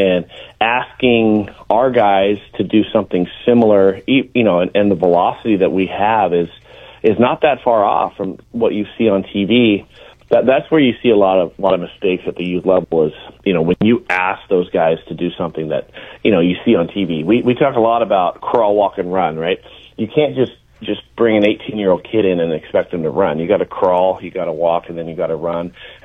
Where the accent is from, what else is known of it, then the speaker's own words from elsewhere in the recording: West Coast, United States; I grew up on the West Coast watching the Dodgers, the Giants, the A's, and all those teams